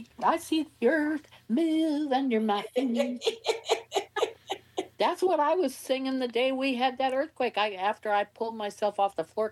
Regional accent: California, United States; Yeah, I'm from California.

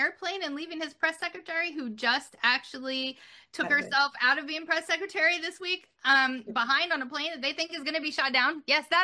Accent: East Coast, United States; now in Washington, United States; And I grew up on the East Coast, so I actually feel the need to like yodel every time I get in nature out here.

